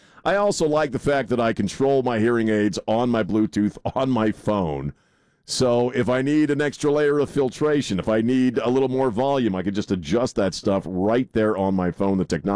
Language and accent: English; Arlington, Virginia, United States; born or raised there; now in San Antonio, United States